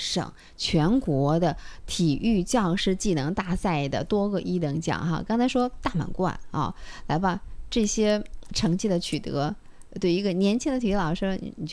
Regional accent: Dalian, Liaoning, China; 其实对于我们大连人来说，巨人之旅这条赛道我们并不陌生。

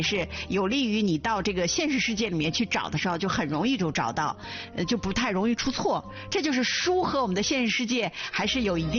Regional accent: China

